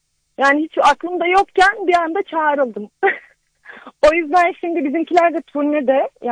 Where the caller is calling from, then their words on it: Ankara, Turkey; ben Ankara'dan.